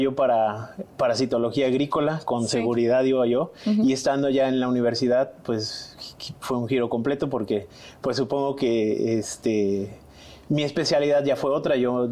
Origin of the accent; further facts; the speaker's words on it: Xalapa, Veracruz, Mexico; Yo soy de aquí de Jalapa, aunque mi papá o mi familia es de... Mi papá sobre todo es de Cosamaloapan, de la cuenca del Papaloapan. Pero todo el tiempo he estado viviendo y radicando aquí en la ciudad.